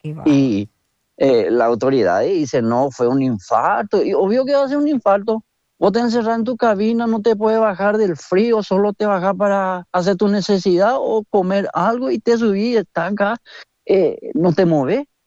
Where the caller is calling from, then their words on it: Paraguay; los camioneros que venimos de Paraguay